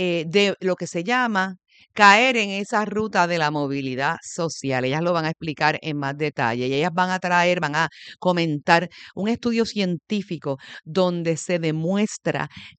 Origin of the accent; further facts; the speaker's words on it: Puerto Rico; nosotros como puertorriqueños